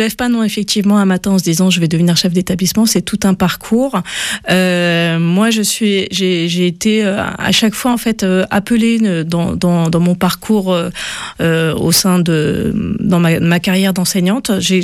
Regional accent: Brest, Brittany, France; moved away as an adult; also born or lived in Nantes; now in Paris, France; je suis originaire de Brest.

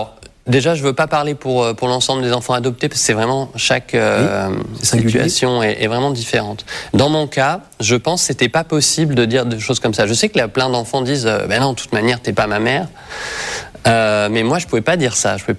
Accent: Grand Est, France; j'ai grandi, j'ai eu une enfance très heureuse dans un petit village à côté de Reims.

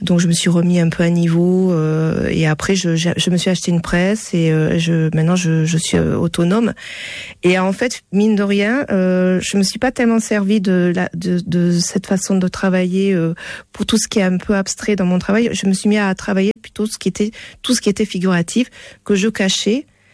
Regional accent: Toulouse, Occitanie, France; born there; also born or lived in Bordeaux; Alors, je suis née à Toulouse. Je suis partie faire une partie de mes études à Bordeaux, parce que la fac d'art plastique n'existait pas encore à Toulouse.

